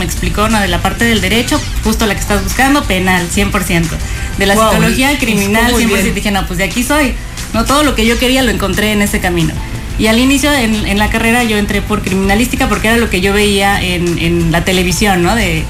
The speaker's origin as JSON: {"language": "Spanish", "region": "Puebla", "country": "Mexico", "said": "yo soy de Puebla, la ciudad o la cultura y la sociedad poblana es un poco más conservadora y más tradicional."}